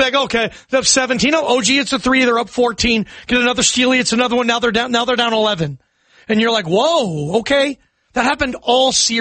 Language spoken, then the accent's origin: English; United States; We're Americans.